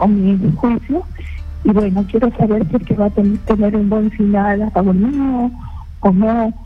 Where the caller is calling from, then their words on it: Lima, Peru; Yo te llamo de acá de Chorrillos